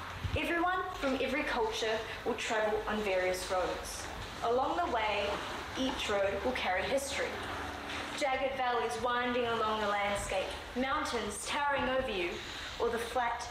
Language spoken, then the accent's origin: English; New Zealand; also born or lived in Sri Lanka; I was not born here. I was born in Sri Lanka. So the road I travel on has obstacles of migration. There always seemed to be a voice whispering in my ear, saying that I don't belong anywhere. I seem too Sri Lankan for New Zealand, but too Kiwi for Sri Lanka.